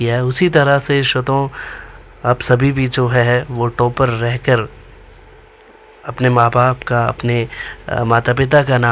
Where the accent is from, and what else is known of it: Himachal Pradesh, India